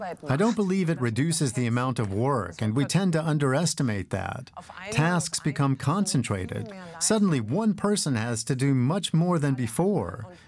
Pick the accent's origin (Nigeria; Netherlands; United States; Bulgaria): Bulgaria; Haskovo, Haskovo Province; This is in Sofia, and this is my hometown of Haskovo.